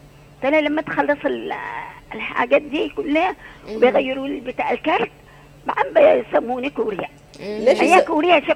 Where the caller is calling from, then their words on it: Aden, Yemen; عندنا في عدن